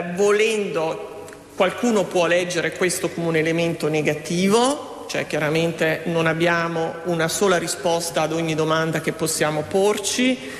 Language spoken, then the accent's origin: Italian; Ferrara, Emilia-Romagna, Italy; Vengo da Ferrara